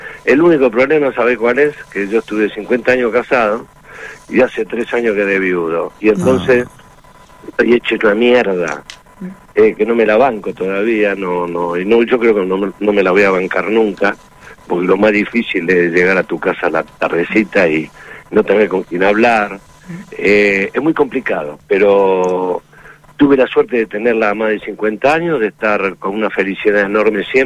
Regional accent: Carapachay, Buenos Aires Province, Argentina; moved away as an adult; also born or lived in Vicente López; now in Belgrano, Buenos Aires, Argentina; Yo nací en Vicente López y después me crié en Carapachay, hasta que me casé, y después me mudé a Belgrano, y desde ahí estoy acá en Belgrano

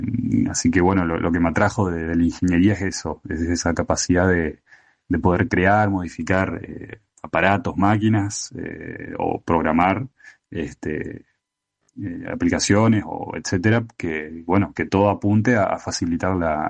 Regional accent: Paraná, Entre Ríos, Argentina; also born or lived in Santa Fe, Argentina; Tengo 31 años, nací en Santa Fe, pero vivo en Paraná desde los 5 años.

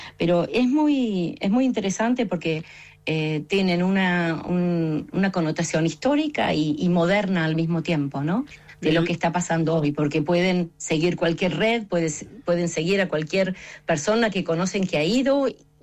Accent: Argentina; now in Wales, United Kingdom; Soy argentina y soy galesa al mismo tiempo.

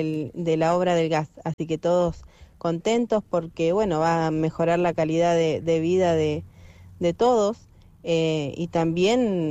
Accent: Paso del Sapo, Chubut, Argentina; Sí, soy nacida y criada ahí en Paso del Sapo. Bueno, estuve unos años en Esquel estudiando, pero bueno, volví.

